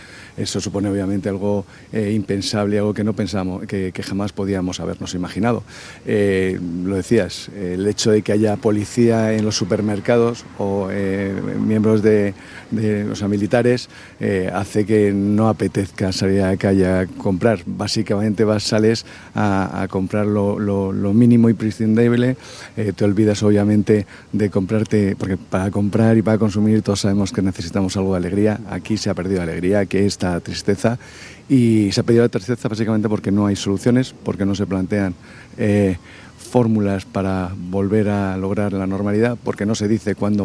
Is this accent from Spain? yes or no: yes; Madrid, Community of Madrid, Spain; moved away as an adult; now in Ceuta, Spain; Yo soy madrileño y me vine hace 26 años aquí a Ceuta.